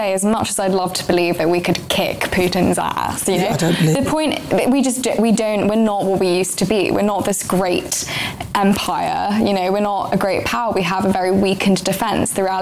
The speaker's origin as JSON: {"language": "English", "country": "United Kingdom", "said": "I'm a Brit, so I'm always going to say Trump is worse because ultimately I'm British."}